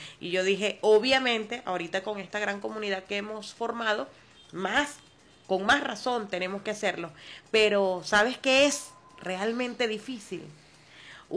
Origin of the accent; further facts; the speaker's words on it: Venezuela; yo soy una venezolana de a pie igualito que todos.